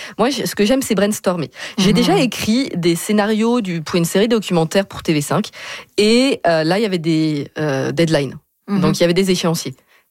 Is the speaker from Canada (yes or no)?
no; France; en tout cas, moi, je viens de France. En France, il y a peut-être plus, on dit toujours, il y a le côté organique d'écrire un film.